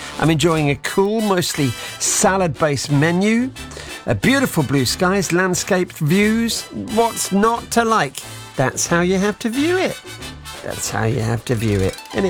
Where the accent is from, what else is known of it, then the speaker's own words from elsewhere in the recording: United Kingdom; because I'm British